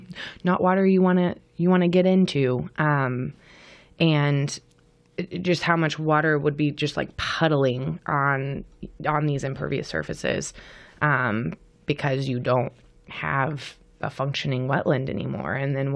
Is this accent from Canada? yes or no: no; Texas, United States; as someone who, I grew up in Central Texas, so the 4th of July floods really hit close to home.